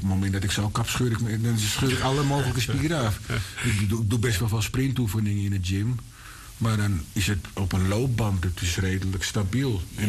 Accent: Amsterdam, North Holland, Netherlands; Ik ben geboren en getogen in de Bijl, maar ik heb alle pleintjes in Amsterdam gehad.

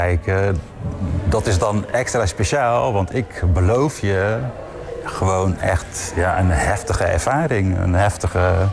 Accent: Vlaardingen, South Holland, Netherlands; Ik als kunstenaar ben wel Vlaardinger

